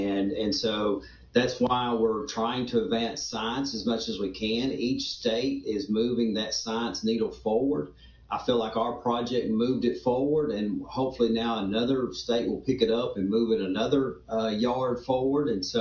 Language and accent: English; Arkansas, United States; I'm originally from Arkansas. I was born and raised in Northeast Arkansas, kind of close to Memphis, just on our side of the river from Memphis. Been in the Delta region my whole life.